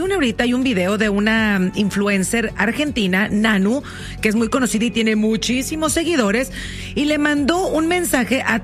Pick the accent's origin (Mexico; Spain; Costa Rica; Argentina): Mexico; Vámonos como buena mexicana al callejón.